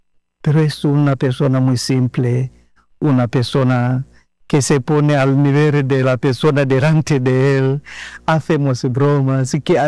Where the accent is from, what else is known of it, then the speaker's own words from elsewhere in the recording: Tanzania; Spanish is a second language; Soy padre … soy de Tanzania.